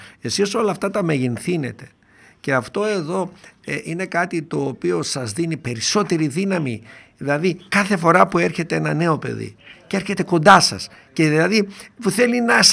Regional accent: Doirani, Central Macedonia, Greece; moved away; τα έχω ζήσει ως παιδί στο χωριό μου στη Δοϊράνη

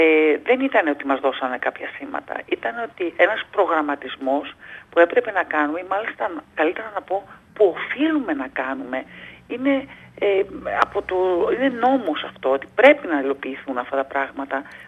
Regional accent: Greece; η χώρα μας

